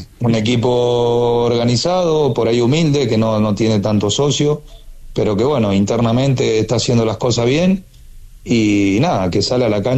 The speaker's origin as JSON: {"language": "Spanish", "country": "Argentina", "moved": "yes", "lives_now": "Asunción, Paraguay", "said": "siendo argentino"}